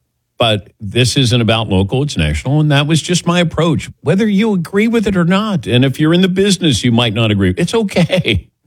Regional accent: Cincinnati, Ohio, United States; I'm from Cincinnati.

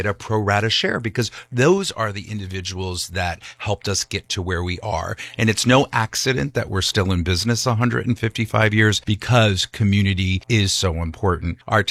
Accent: Wallkill, New York, United States; I was born and raised in Waukeel, New York, in Ulster County.

